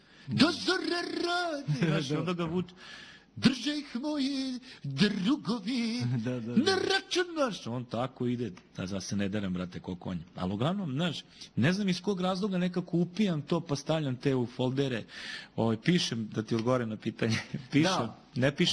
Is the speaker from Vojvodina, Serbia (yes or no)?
no; Belgrade, Serbia; ja sam iz Beograda.